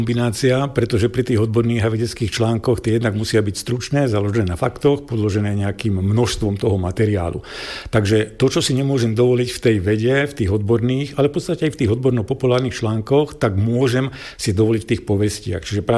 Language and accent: Slovak; Brezno, Banská Bystrica Region, Slovakia; now in Sliač, Slovakia; som Hugáň, čiže narodil som sa v Brezne a v podstate celý ten svoj život som sa veľmi nepohol medzi Breznom a Zvolenom, pretože v Brezne som sa narodil, vo Zvolení som študoval